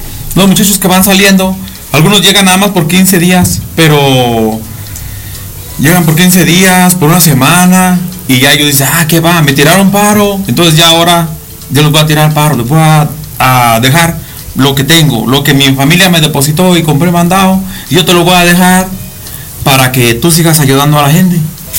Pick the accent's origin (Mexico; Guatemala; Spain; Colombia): Mexico; es de todos los mexicanos, nada más mexicanos somos paisas.